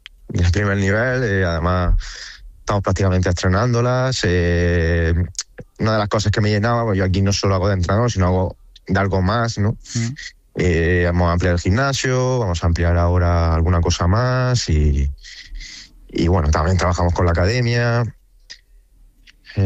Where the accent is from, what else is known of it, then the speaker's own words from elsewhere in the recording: Spain; Somos 5 españoles en el cuerpo técnico también, que he intentado traer, 4 jugadores españoles